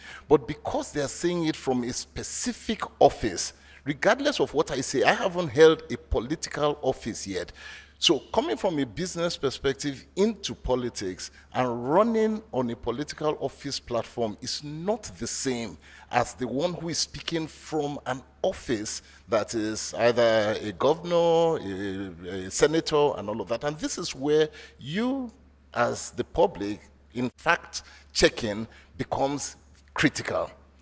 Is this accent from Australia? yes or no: no; Nigeria; I have opened offices in many countries as a Nigerian